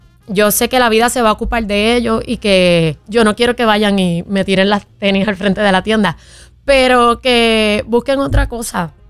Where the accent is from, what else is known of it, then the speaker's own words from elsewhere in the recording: Puerto Rico; Somos puertorriqueños